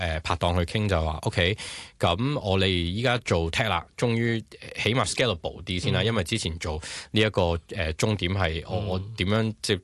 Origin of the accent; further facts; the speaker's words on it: Hong Kong; 最低嘅资源其实落脚点最好俾香港我哋香港人啦，最近就系深圳咯